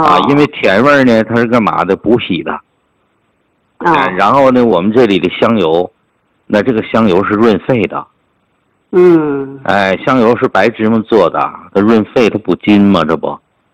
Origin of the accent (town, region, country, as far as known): Tianjin, China